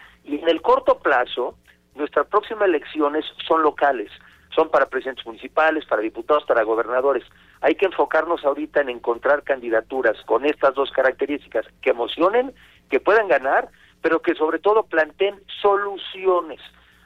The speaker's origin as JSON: {"language": "Spanish", "country": "Mexico"}